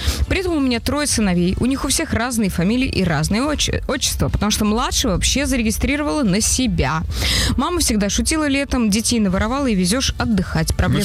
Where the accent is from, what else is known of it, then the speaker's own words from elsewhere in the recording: Moscow, Russia; Я коренной москвич в третьем поколении и, наверное, в последнем.